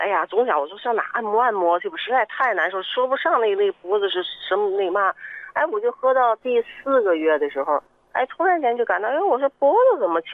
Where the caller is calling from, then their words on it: Tianjin, China; 我是天津的